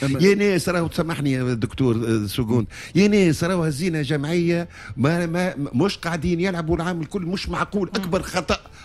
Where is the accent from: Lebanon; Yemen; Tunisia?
Tunisia; وحاجه اخرى انا مثلا تونسي خرجت منها اليوم مشيت للكلوب